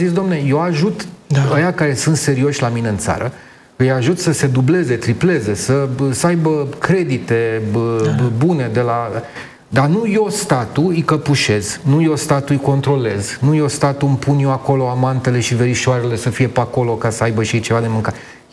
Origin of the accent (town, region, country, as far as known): Romania